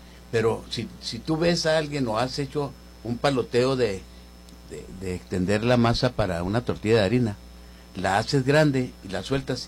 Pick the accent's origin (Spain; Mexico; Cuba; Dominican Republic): Mexico; Samalayuca, Chihuahua; soy de Chamalayuca.